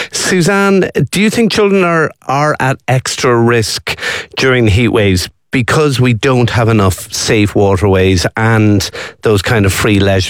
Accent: County Louth, Ireland; where I grew up in County Louth, there was a municipal outdoor swimming pool that was open every summer.

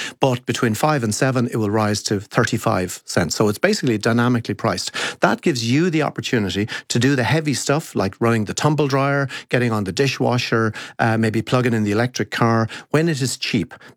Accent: Kilkenny, Leinster, Ireland; Even my hometown of Kilkenny

